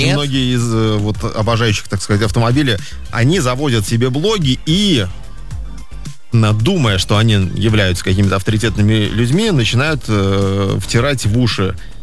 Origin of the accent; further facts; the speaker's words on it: Tolyatti, Samara Oblast, Russia; когда ты живешь в Тольятти, у тебя нет метро